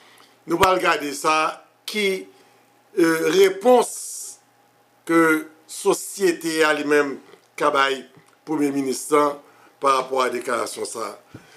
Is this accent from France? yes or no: no; Haiti; D'abord, nous connaissons en tant qu'Haïtien, Haïti, la mondiale